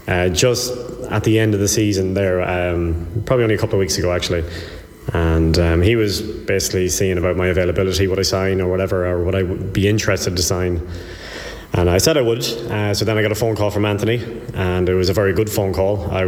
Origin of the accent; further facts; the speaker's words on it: Sligo, Connacht, Ireland; I'm 30 years old. I'm from Sligo Town.